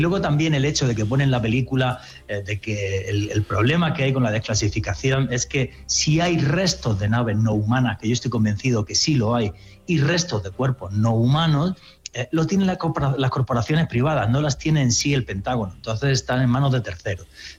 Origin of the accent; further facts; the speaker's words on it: Spain; pues soy español y tremendamente feliz de poder colaborar contigo